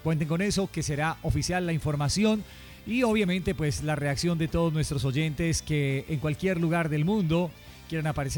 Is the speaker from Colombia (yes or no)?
yes; Cali, Valle del Cauca, Colombia